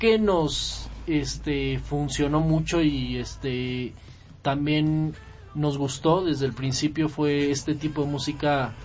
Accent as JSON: {"language": "Spanish", "country": "Mexico", "first_language": "Spanish", "said": "nos gusta mucho cantar en español y nos gusta uh-huh. Pues nuestro idioma, somos mexicanos."}